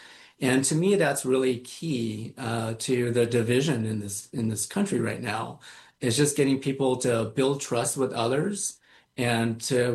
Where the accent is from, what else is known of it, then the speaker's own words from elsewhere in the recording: United States; I am Japanese American. I'm third generation. So my parents were also born in the United States.